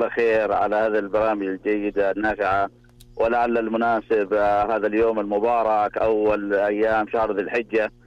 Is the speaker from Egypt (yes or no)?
no; Abu Arish, Jazan Province, Saudi Arabia; لا أنا من جازان محافظة أبو عريش قرية الزبيدة.